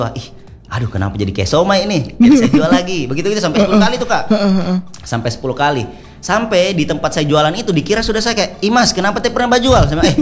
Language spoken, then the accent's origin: Indonesian; Sulawesi, Indonesia; saya orang Sulawesi tidak enakan ini. Kan kita punya darah